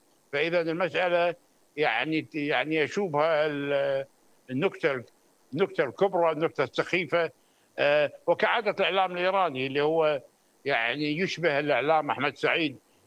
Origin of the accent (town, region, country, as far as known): Kuwait